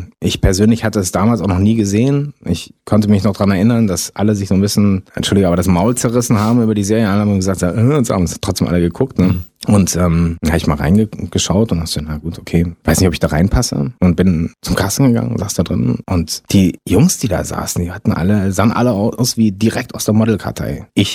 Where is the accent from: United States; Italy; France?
France; Ja, ich bin auch Franzose.